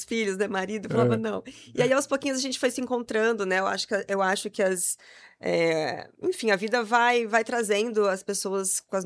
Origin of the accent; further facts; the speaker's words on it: Ponta Porã, Mato Grosso do Sul, Brazil; quando eu era bem novinha, eu sou da fronteira, sou de Ponta Porã.